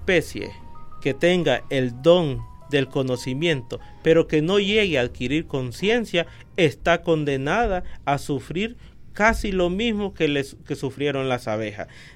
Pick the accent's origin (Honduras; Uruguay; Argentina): Honduras; en mi región, en mi país